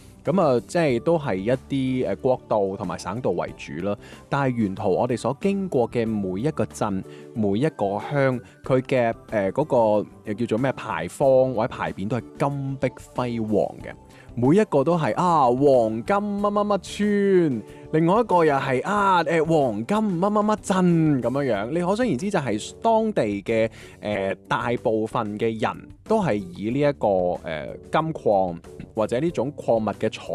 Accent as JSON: {"language": "Cantonese", "region": "Guangdong", "country": "China", "said": "我哋廣東人"}